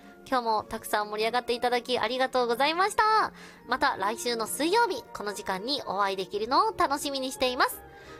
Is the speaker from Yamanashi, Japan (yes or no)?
yes; Yamanashi, Japan; 山梨、私の地元でございます